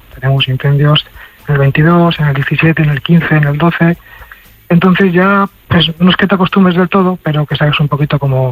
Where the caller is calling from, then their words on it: Gátova, Valencian Community, Spain; Estamos la familia en Masamagrey, un pueblo que está a unos 40 kilómetros de Gátova.